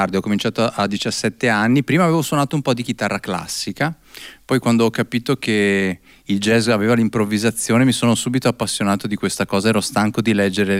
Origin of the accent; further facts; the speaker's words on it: Treviso, Veneto, Italy; moved away as an adult; now in Trieste, Italy; Sono veneto, sì, sono di Treviso, però da ormai 6 anni abito a Trieste.